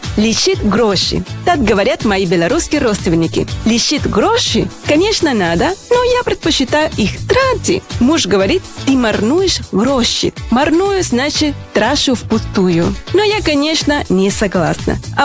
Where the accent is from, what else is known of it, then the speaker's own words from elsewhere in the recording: Venezuela; now in Belarus; Я приехала в Беларусь из Венесуэлы, приехала и осталась. И мне здесь очень много нравится, в том числе белорусский язык.